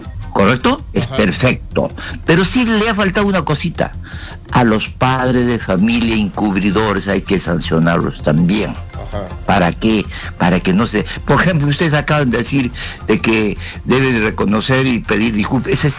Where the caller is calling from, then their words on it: Chincha Alta, Ica, Peru; Y te hablo desde Chincha.